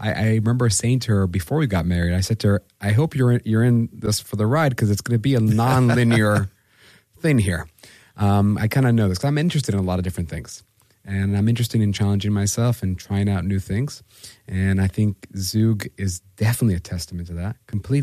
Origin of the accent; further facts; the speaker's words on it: Jerusalem, Jerusalem District, Israel; And I trained with with a grand master of my style where I grew up with in Jerusalem